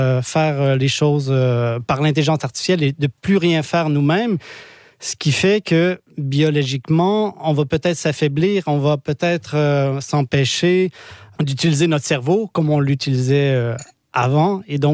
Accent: Saint-Jérôme, Quebec, Canada; now in Belgium; J'ai réussi, moi, à m'établir en lisière de forêt pour pas trop être dépaysé. Quoique, au Québec, à Saint-Jérôme, je viens de Saint-Jérôme, donc c'est une ville de 60 000 habitants, une banlieue, mais là, je suis un peu plus en campagne.

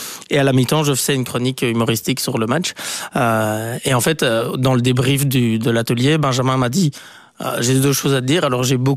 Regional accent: Bastogne, Wallonia, Belgium; moved away as an adult; now in Brussels, Belgium; Moi j'ai grandi là-bas jusqu'à mes 18 ans, puis je suis venu à Bruxelles pour les études

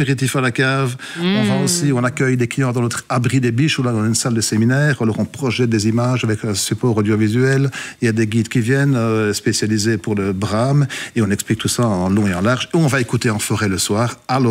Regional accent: Wallonia, Belgium; c'est quelque chose qui est historique du cerf que chez nous en Ardennes, parce qu'il y a les forêts qui sont telles.

